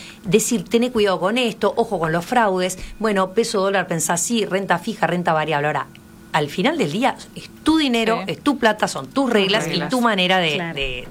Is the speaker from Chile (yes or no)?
no; Uruguay